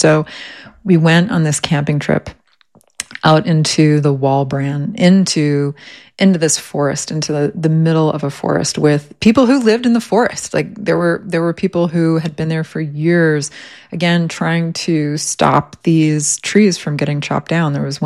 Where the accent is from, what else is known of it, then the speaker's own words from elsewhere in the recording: Connecticut, United States; Growing up in Connecticut, in the woods, it's a very different experience.